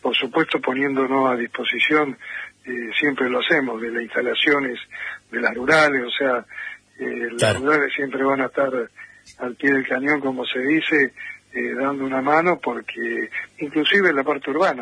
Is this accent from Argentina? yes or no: yes; Argentina